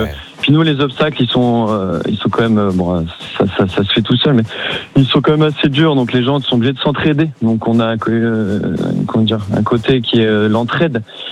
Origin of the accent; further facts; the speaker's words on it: Hauts-de-France, France; Et nous, on vient du Nord, donc quand on en fait dans le Nord, évidemment, c'est des frites.